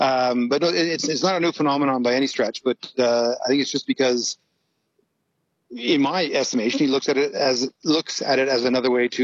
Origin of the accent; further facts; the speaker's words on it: Alberta, Canada; I'm from Alberta in the West